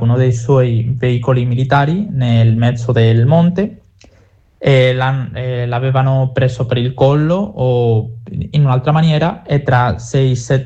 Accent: Spain; Italian is a second language; il governo del nostro paese, della città di Ceuta

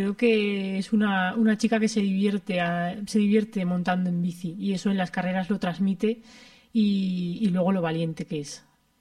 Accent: Alfamén, Aragon, Spain; la carretera de mi pueblo, de Alfamén a Calatorao

